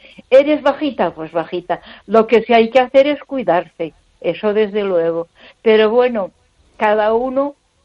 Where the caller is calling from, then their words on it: Ponferrada, Castile and León, Spain; de Ponferrada.